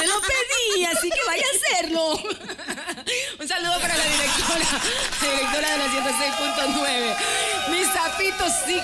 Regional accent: Guayaquil, Guayas, Ecuador

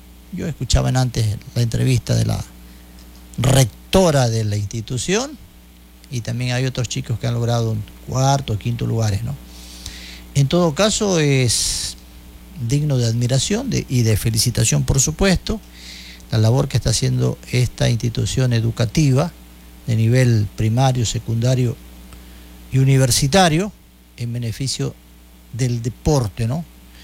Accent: Quevedo, Los Ríos, Ecuador; Porque somos parte de la provincia de Los Ríos, somos de acá de Quevedo

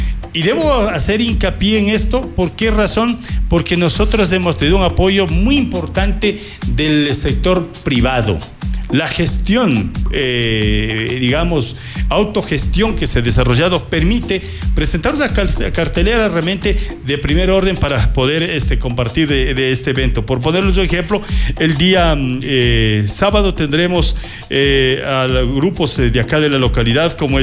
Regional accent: Ambato, Tungurahua, Ecuador; ¿de dónde eres? De Ambato, de Tungurahua.

